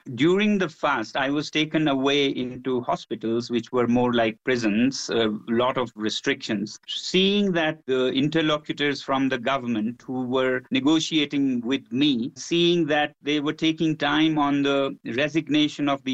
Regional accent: Ladakh, India; Normally, because I come from Ladakh

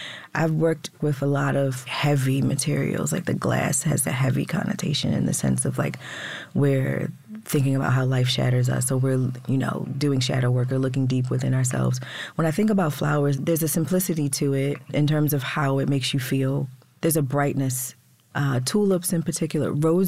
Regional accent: Baltimore, Maryland, United States; Here. Okay, Baltimore and Northern Maryland.

